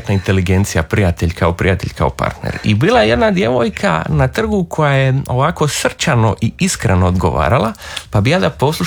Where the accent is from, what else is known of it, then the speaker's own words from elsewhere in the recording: Dalmatia, Croatia; ja sam iz Dalmacije